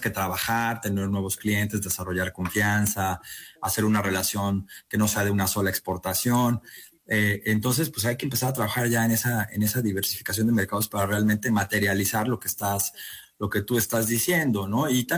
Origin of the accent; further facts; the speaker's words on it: Mexico; le podemos vender como mexicanos